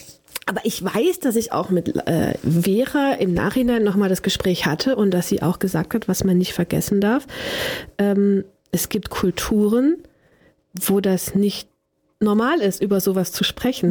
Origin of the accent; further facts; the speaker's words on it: Baden-Württemberg, Germany; Ich komme aus Baden-Württemberg. Das heißt zum einen, ich muss permanent erklären, warum ich Hochdeutsch spreche und nicht Schwäbisch.